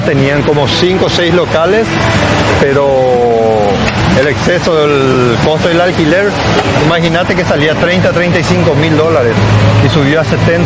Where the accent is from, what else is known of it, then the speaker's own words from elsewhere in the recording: Asunción, Paraguay; moved away as an adult; now in Manhattan, United States; soy de Barrio Obrero. Estamos hace 22 años acá con mi esposa Agustina.